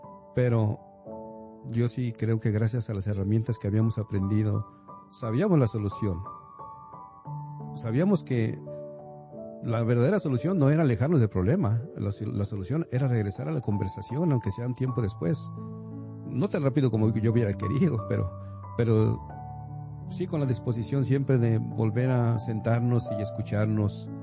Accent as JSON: {"language": "Spanish", "region": "Guanajuato", "country": "Mexico", "said": "nosotros los dos somos mexicanos, sí, pero venimos de diferentes estados. Por ejemplo, mi esposa Conchita es de Zacatecas, yo soy de Guanajuato."}